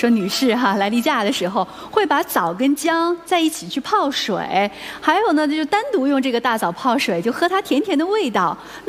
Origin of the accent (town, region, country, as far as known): China